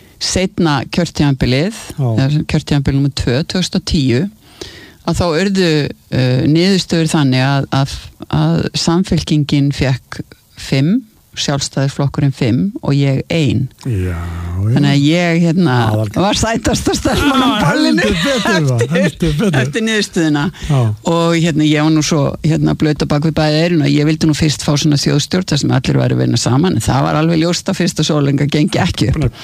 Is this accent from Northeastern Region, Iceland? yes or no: no; Hafnarfjörður, Capital Region, Iceland; En ég gaflari, ég fætti á Sólvangi og ég alinn upp í Hafnarfirði að stærstum hluta og ég fjórða kynslóð á Hamrunum